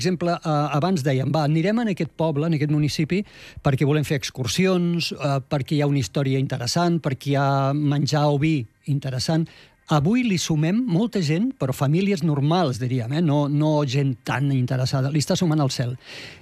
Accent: Tarragona, Catalonia, Spain; born there; jo que sóc nascut a Tarragona, doncs Camp de Tarragona...

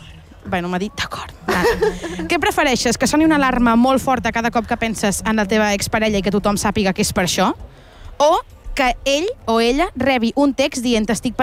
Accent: Barcelona, Catalonia, Spain

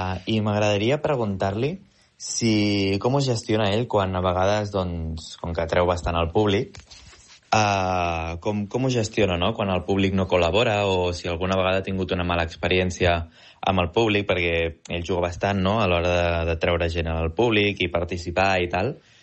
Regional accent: Rubí, Catalonia, Spain

